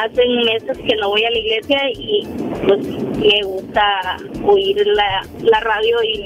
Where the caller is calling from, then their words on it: Dallas, Texas, United States; Vivo en Dallas